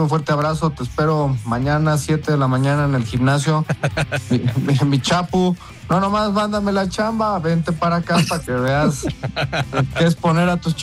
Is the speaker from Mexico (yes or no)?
yes; Mexico; now in Charlotte, United States